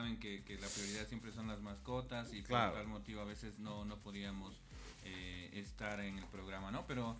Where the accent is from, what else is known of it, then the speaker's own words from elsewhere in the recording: Sucre, Chuquisaca, Bolivia; moved away as an adult; now in La Paz, Bolivia; yo soy de Sucre, pero me vine de Sucre en 2010 a La Paz.